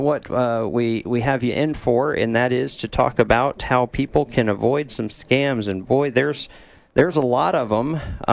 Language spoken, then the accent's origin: English; Dallas-Fort Worth, Texas, United States; now in Columbia, United States; I come from Dallas-Fort Worth, obviously. That's where I started my career.